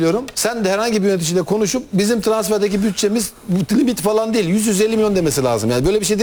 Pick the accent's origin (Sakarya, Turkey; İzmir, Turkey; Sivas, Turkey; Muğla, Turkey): Sivas, Turkey; Ben aslında Sivas'ıyım.